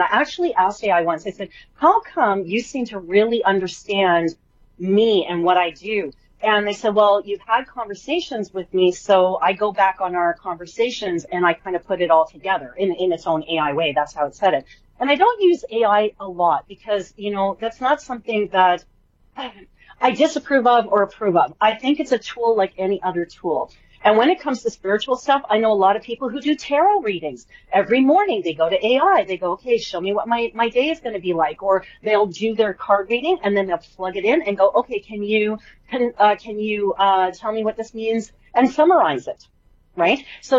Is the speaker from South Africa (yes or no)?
no; Canada; I'm Canadian, anyways.